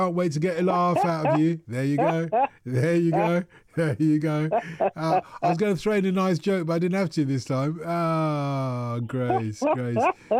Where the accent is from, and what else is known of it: London, United Kingdom; born or raised there